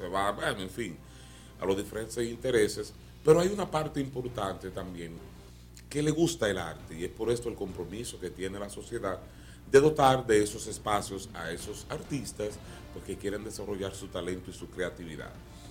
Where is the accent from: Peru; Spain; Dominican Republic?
Dominican Republic